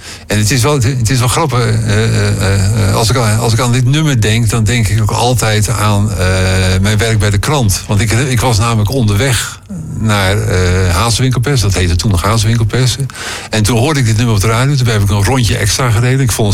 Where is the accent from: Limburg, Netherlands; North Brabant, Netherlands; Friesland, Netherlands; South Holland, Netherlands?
South Holland, Netherlands; Zwijndrecht; moved away; Geboren en opgegroeid in Zwijndrecht. Aan de andere kant van de rivier.